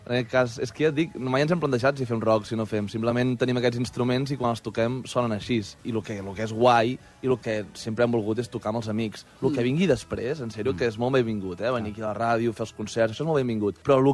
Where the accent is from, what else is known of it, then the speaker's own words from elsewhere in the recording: Torelló, Catalonia, Spain; al cap i a la fi és un disco que parla de nosaltres, que som quatre amics de Torelló